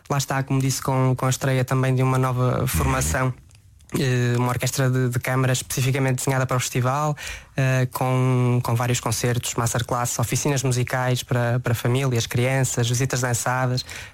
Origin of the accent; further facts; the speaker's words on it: Santo Tirso, Norte, Portugal; moved away as an adult; also born or lived in Geneva, Switzerland; now in Amsterdam, Netherlands; Eu tenho 26 anos, nasci em 2000 em Santo Tirso.